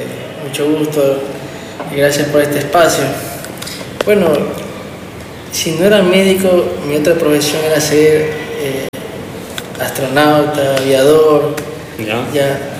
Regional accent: El Empalme, Guayas, Ecuador; born or raised there

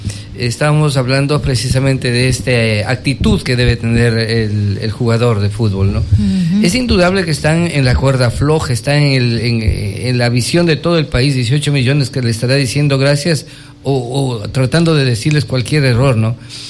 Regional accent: Ecuador; la decepción que teníamos como ecuatorianos

